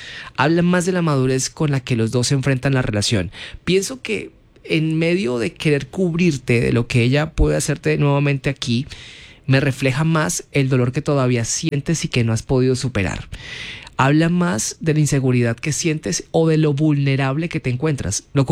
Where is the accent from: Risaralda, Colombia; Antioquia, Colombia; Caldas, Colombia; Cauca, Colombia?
Cauca, Colombia; Morales; viajé a Cali para trabajar, ya que yo soy de Morales, Cauca.